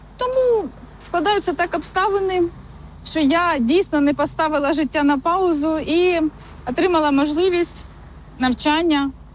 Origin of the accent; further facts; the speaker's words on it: Velyka Pysarivka, Sumy Oblast, Ukraine; moved away as an adult; Ми самі з Великої Писарівки.